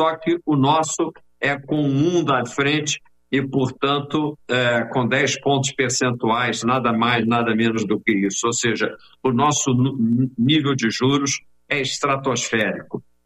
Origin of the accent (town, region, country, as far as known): Brazil